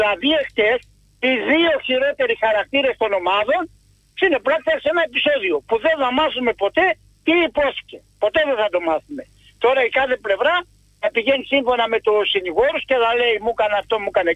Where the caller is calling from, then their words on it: Corinth, Peloponnese, Greece; είμαι από Κόρινθο.